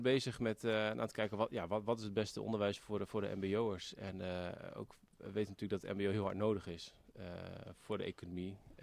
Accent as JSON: {"language": "Dutch", "town": "Enschede", "region": "Overijssel", "country": "Netherlands", "tie": "born or raised there", "also_born_or_lived": "Utrecht / Cambodia / China / Leusden", "moved": "as an adult", "lives_now": "Harderwijk, Netherlands", "said": "Ja, ik ben geboren in Enschede."}